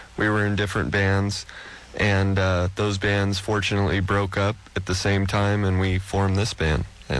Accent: Bakersfield, California, United States; We're all from Bakersfield, California, which is a fairly small town

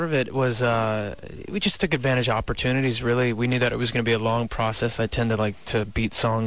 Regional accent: Bossier City, Louisiana, United States; born there; moved away; Bossier City. Yeah. That's where I was born, Louisiana.

